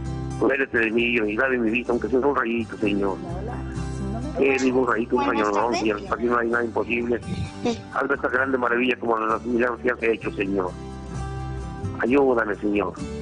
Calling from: Villanueva, Zacatecas, Mexico; Sí, estamos hablando aquí de Villanueva, Zacatecas.

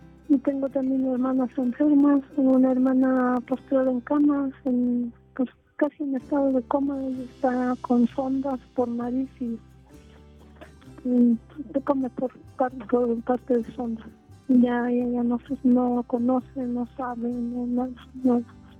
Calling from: Dolores Hidalgo, Guanajuato, Mexico; Me llamo de Dolores Hidalgo, Guanajuato.

